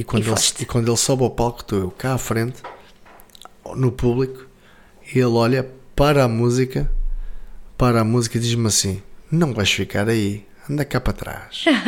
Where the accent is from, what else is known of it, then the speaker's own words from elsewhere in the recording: Seia, Centro, Portugal; moved away; São Romão, Ceia, que é de onde eu sou.